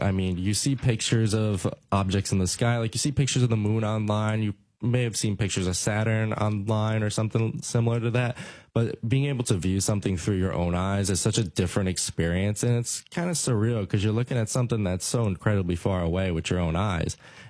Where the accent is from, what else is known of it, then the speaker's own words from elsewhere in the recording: Bolingbrook, Illinois, United States; I'm from Bolingbrook, Illinois, so in the southwest suburbs of Chicago.